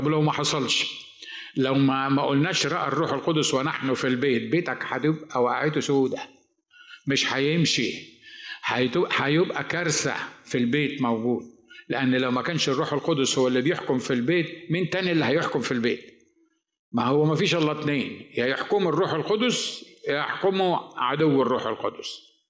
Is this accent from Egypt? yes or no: yes; Egypt; moved away; هو انا بفتح برانش هنا من مجلس الشعب عندنا في مصر